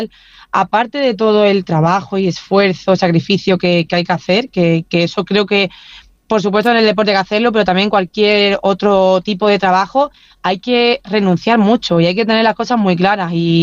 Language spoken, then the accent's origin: Spanish; Huelva, Andalusia, Spain; cuando bajé a mi tierra, a Huelva, y lo pude disfr